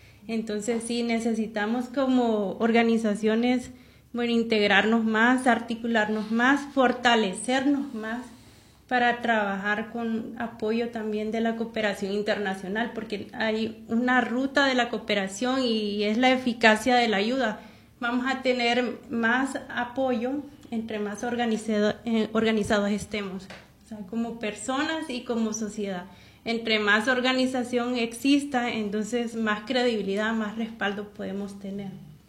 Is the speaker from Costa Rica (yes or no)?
yes; Costa Rica